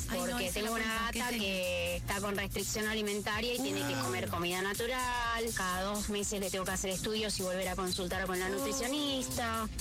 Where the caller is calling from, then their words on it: Ramos Mejía, Buenos Aires Province, Argentina; de Ramos Mejía